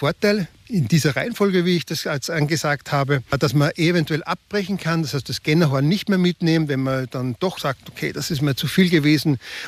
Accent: Faistenau, Salzburg, Austria; Die Wege, die ich zeige, das ist einmal direkt in meiner Heimat, in der Feistenau, der wunderschöne Litauen.

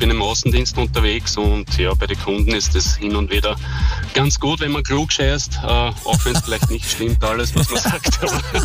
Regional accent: Kirchschlag in der Buckligen Welt, Lower Austria, Austria; Ich bin aus Kirchschlag in der buckligen Welt.

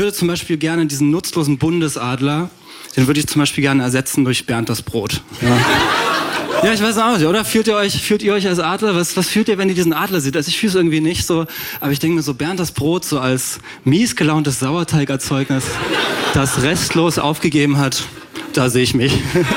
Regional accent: Jena, Thuringia, Germany; Vor allem, ich komme aus Jena und das klingt ja so schön, ja, so fast französisch, so richtig.

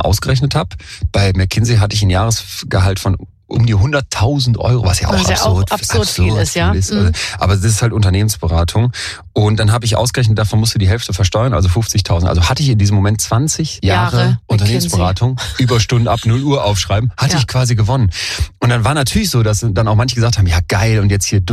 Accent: Solingen, North Rhine-Westphalia, Germany; Stadtsparkasse Solingen, wo ich herkomme

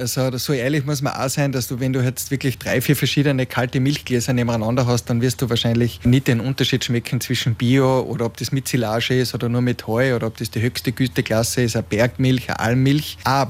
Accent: Styria, Austria; Also meine Frau ist überhaupt aus Wien. Ich komme aus der Steiermark und wir haben uns ein besonderes Platzerl gesucht und bei uns am Millstätter See gefunden.

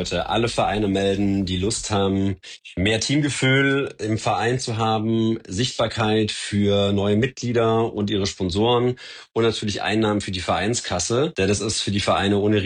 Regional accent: Bavaria, Germany; now in Berlin, Germany; bei meinem Heimatverein, beim TSV Althausen

